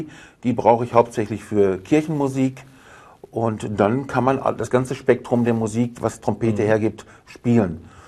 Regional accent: Northern Germany, Germany; Norddeutsch, ja, Plattdeutsch. Da, wo ich herkomme, wird Plattdeutsch geredet.

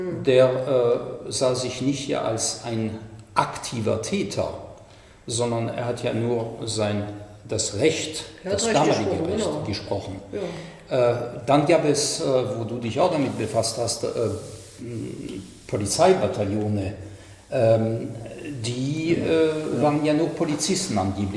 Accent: Munich, Bavaria, Germany

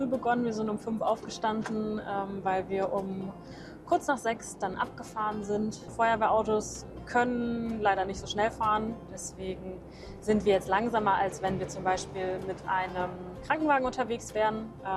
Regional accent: Germany; Ich bin nicht persönlich involviert gewesen. Ich habe auch keine Familie da. Ich komme aus Deutschland.

